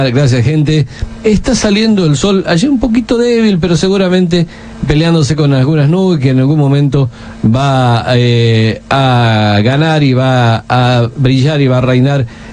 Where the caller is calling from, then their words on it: San Cristóbal, Santa Fe, Argentina; de San Cristóbal.